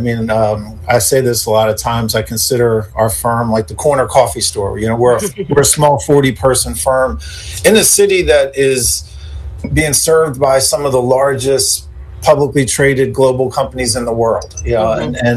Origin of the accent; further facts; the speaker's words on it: Chester, Pennsylvania, United States; now in Philadelphia, United States; I was born in Chester. It's where my family's from.